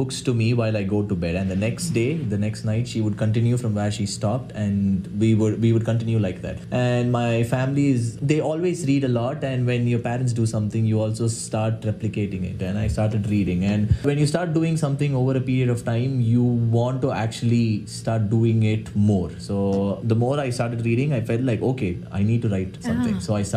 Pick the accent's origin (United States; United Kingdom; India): India; Chennai, Tamil Nadu; English is a second language; moved away as an adult; now in Thunder Bay, Canada; But I also come from Chennai.